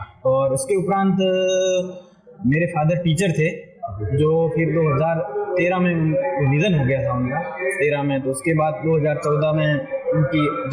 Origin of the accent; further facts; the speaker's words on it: Amli, Rajasthan, India; मैं पिनवाड़ा तहसील के आमली गांव का रहने वाला हूं और मेरी जो स्कूली शिक्षा है वो पिनवाड़ा से ही हुई है